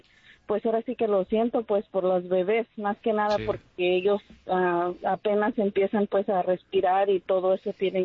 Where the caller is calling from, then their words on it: Beaumont, Texas, United States; yo vivo en la ciudad de Beaumont.